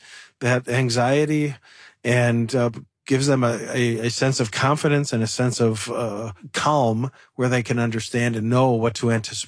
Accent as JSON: {"language": "English", "town": "Chicago", "region": "Illinois", "country": "United States", "said": "I'm from Chicago"}